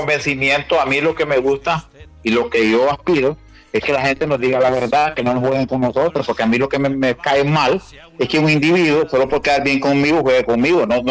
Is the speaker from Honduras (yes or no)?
yes; Honduras; Si soy un hondureño común y corriente, hombre.